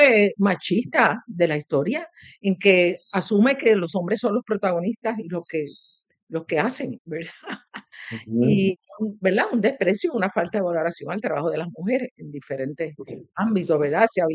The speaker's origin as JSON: {"language": "Spanish", "country": "Puerto Rico", "said": "mis padres, ¿verdad?, con la formación que me dieron como puertorriqueña."}